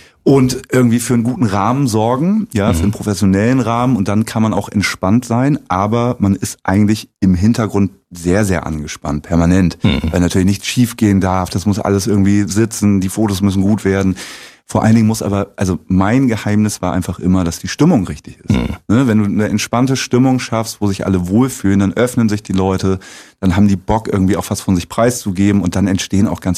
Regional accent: Lower Saxony, Germany; now in Zeuthen, Germany; Ich bin Brandenburger, Wahlbrandenburger. Ich wohne seit jetzt 6 Jahren in Zeuthen

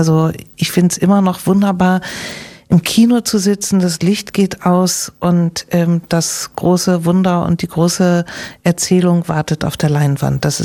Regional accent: Hamburg, Germany; das sage ich als Hamburgerin.

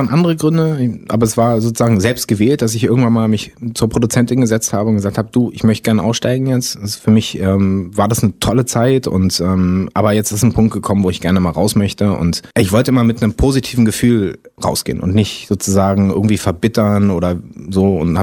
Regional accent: France; Ja, ich bin auch Franzose.

